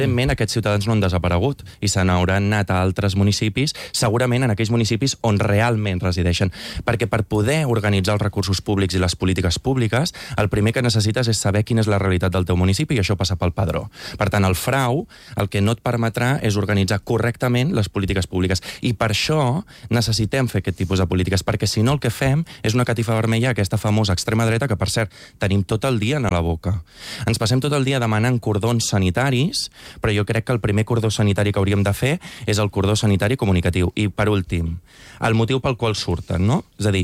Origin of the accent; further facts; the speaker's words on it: Sant Cugat del Vallès, Catalonia, Spain; jo torno a dir que sóc de Sant Cugat